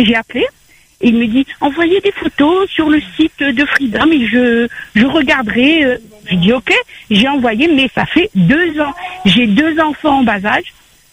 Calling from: Réunion; parce que j'habite à Piton-Fougères, alors imaginez le temps ici, en la pluie, le vent très souvent.

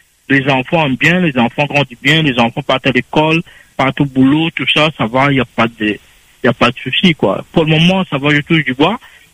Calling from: Nice, Provence-Alpes-Côte d'Azur, France; je suis à Nice.

